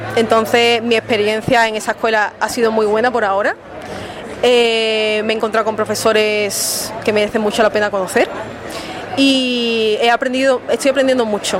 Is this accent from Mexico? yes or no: no; Seville, Andalusia, Spain; moved away as an adult; now in Las Palmas de Gran Canaria, Spain; tuve la oportunidad de hacerlo en Sevilla porque soy de ahí. Y cuando estuve, hace 2 años me mudé aquí con mi familia